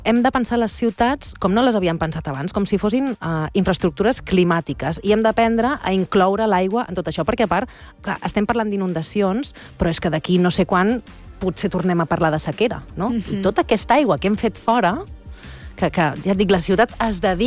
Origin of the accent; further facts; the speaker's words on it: Sant Andreu, Catalonia, Spain; jo sóc de Sant Andreu